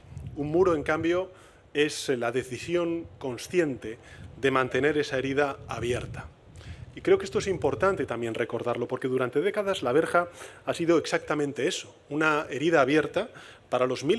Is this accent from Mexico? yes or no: no; Spain